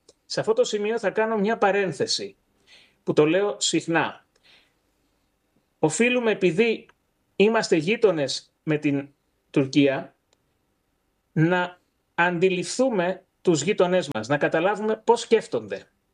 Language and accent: Greek; Greece